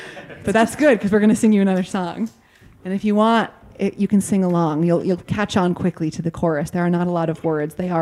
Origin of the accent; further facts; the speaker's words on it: Pittsburgh, Pennsylvania, United States; We're from Pittsburgh, Pennsylvania.